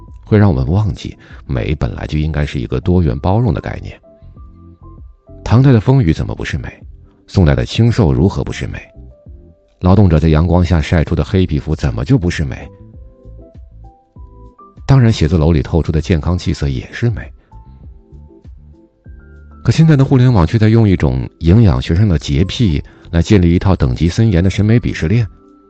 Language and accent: Chinese; China